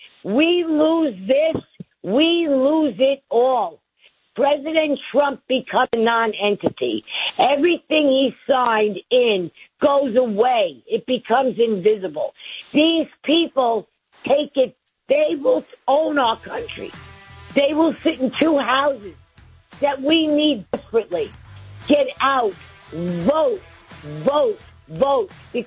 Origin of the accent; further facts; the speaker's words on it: Queens, New York, United States; I am from Queens. I am from the president's borough of Queens. He and I grew up not too far.